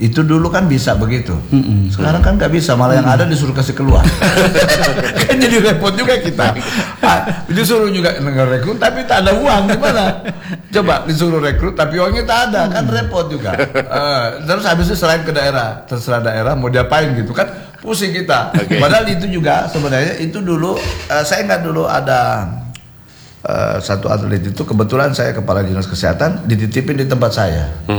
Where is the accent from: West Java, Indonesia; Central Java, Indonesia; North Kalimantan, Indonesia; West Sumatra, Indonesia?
North Kalimantan, Indonesia; Tarakan; kita sebagai orang Tarakan